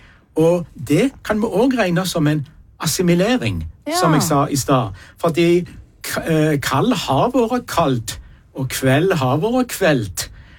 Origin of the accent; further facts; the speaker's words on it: Rogaland, Norway; dette selvsagt ikke bare et Rogalandsfenomen, men jeg brukte heimfylket mitt som eksempel